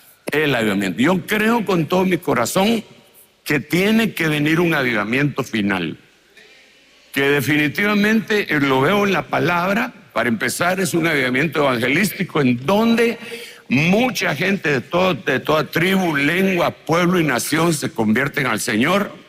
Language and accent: Spanish; Guatemala; now in Chile; yo vengo pues de Guatemala